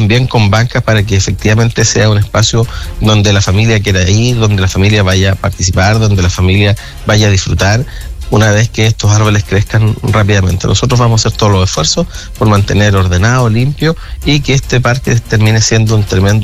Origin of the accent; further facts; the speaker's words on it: Licantén, Maule, Chile; para nosotros como alicantinos y alicantineras